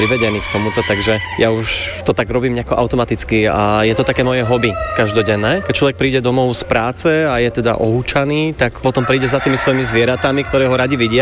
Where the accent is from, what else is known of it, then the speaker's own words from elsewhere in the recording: Báhoň, Trnava Region, Slovakia; Pochádzam z Báhoňa